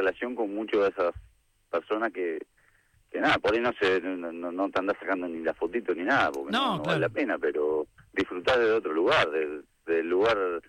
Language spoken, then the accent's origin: Spanish; Argentina; todos los argentinos en general, me parece que nos, como que nos bancamos entre todos un poco, y así es el argentino.